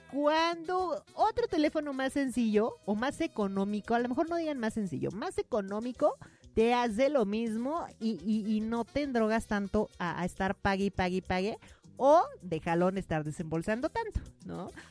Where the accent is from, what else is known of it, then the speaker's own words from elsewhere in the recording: Argentina; Como argentino, hombre, sencillito y carismático vamos a ser el día de hoy.